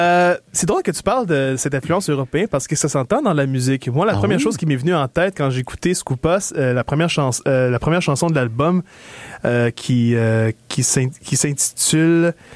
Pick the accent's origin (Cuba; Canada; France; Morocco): Canada; Candiac, Quebec; Ben, nous, on est de. Moi, je suis le Candiac.